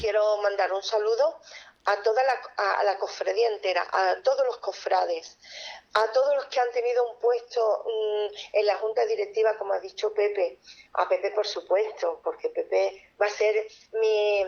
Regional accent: Cádiz, Andalusia, Spain; soy de Cádiz

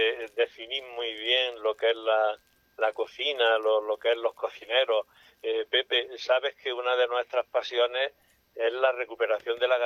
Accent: Valdepeñas de Jaén, Andalusia, Spain; el término de Valdepeñas de Jaén, de donde soy yo

